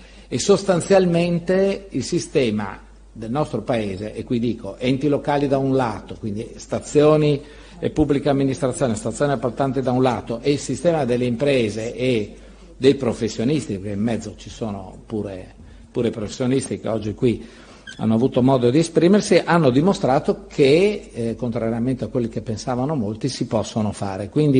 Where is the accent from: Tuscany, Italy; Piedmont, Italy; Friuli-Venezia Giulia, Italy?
Friuli-Venezia Giulia, Italy; io sono del Friuli, quindi ho vissuto da giovane, ma insomma sono un po' figlio di quello che è stato il terremoto